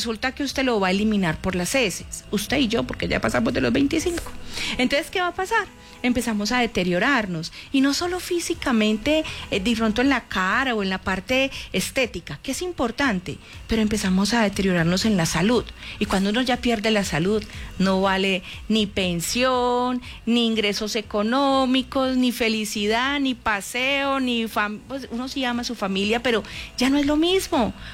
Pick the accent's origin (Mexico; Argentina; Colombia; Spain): Colombia; Hágale, pues es que somos colombianos y vamos a vibrar con el fútbol.